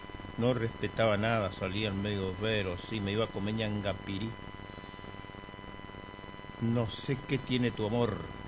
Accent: Presidencia de la Plaza, Chaco, Argentina; moved away; a toda mi gente de mi pueblo, Presidencia de la Plaza, en el Chaco. Ahí tengo a mis parientes fuera

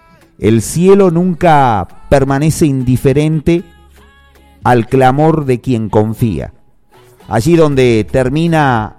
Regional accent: Argentina

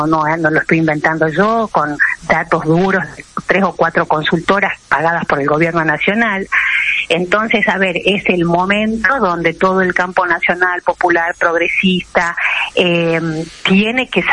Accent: Salta, Argentina; como mujer, como argentina, como salteña, como una compañera militante

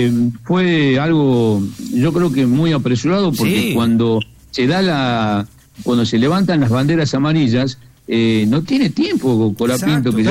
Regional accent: Argentina; sabemos cómo somos los argentinos, somos cantones

